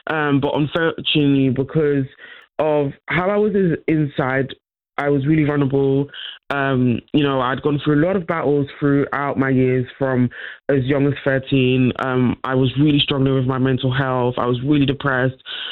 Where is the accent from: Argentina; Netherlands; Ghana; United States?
Netherlands; I grew up in the Netherlands.